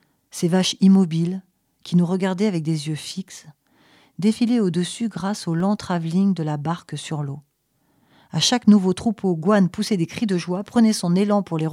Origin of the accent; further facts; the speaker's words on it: France; also born or lived in Asia; après 10 ans de vie en Asie, Olivier et moi, avec notre enfant qui avait à peine 1 an. Nous étions donc chez nous, en France, et pourtant nous ne savions plus où nous habitions.